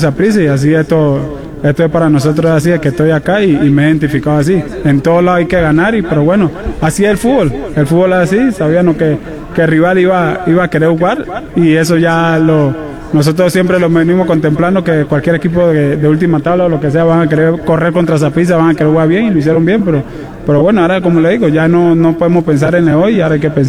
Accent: Panama; y estoy acá, pero y en mi país, y al final, bueno, la familia está bien en lo personal, mi papá, mi hermana, mis sobrinos están bien

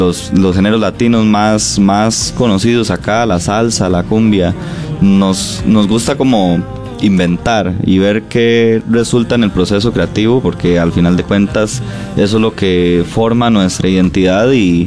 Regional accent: San Carlos, Alajuela, Costa Rica; somos jóvenes sancarleños, crecimos juntos, crecimos participando en el FEA, en el colegio

